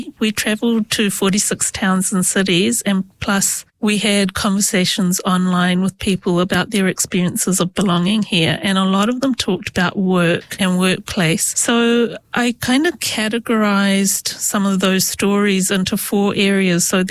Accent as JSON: {"language": "English", "town": "Hamilton", "region": "Waikato", "country": "New Zealand", "tie": "born there", "also_born_or_lived": "India / Canada", "said": "the answer to the question where I'm from is always Kirikiriroa, Hamilton."}